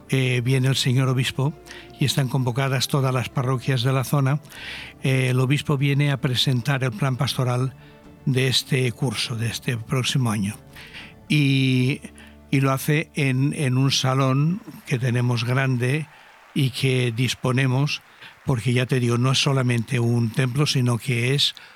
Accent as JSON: {"language": "Spanish", "town": "Callosa d'en Sarrià", "region": "Valencian Community", "country": "Spain", "lives_now": "Benidorm, Spain", "said": "como estaba mi madre aquí viuda en esta zona, somos de Callosa de Sarria."}